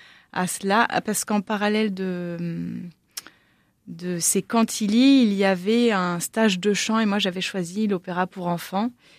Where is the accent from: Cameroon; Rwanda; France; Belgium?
France; Pays de la Loire; Et là où j'ai grandi, en Mayenne également, il avait les clés de toutes les églises et les paroisses.